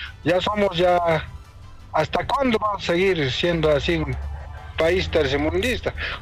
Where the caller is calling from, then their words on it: La Paz, Bolivia; De La Paz, soy transportista.